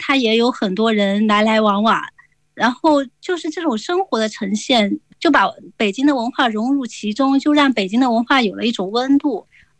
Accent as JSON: {"language": "Chinese", "region": "Hunan", "country": "China", "moved": "yes", "lives_now": "Beijing, China", "said": "我是湖南人，那我们就不会有一个院子是像四合院这样规整的，因为我们的地理形态也不太一样吧。不是平原地区"}